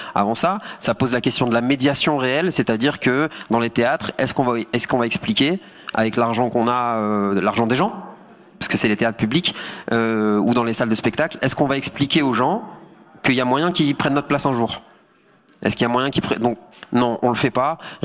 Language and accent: French; Hauts-de-France, France; moi, je viens du Nord, de la France